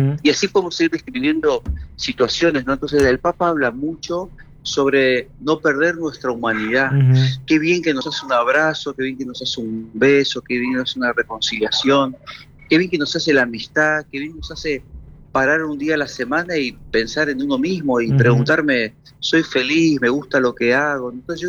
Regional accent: Alvear, Argentina; ahí en mi pueblo, que es Alvear, entrando al secundario, en primer año de secundario, así que hace muchos años.

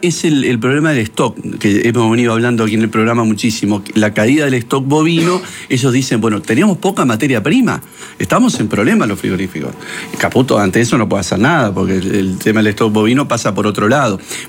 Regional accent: Uruguay; now in Argentina; yo uruguayo, somos muy nacionalistas en momento de hablar de la selección.

